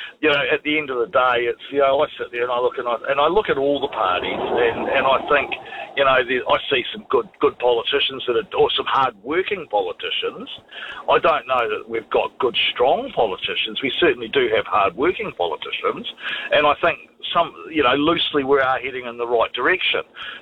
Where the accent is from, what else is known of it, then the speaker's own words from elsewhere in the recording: Southland, New Zealand; I come from Southland, and I see a lot of stuff being spent in Southland that shouldn't be spent